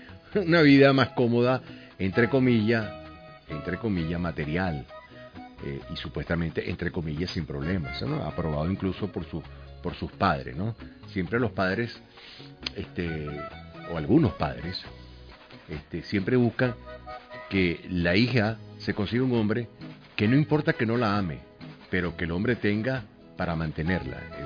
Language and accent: Spanish; Venezuela; Venezuela va a ser el gran país que merecemos tener.